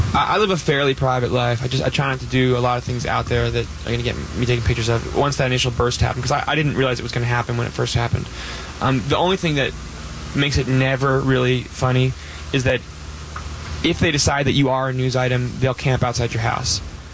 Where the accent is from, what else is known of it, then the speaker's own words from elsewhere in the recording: Oakland, California, United States; I grew up in Oakland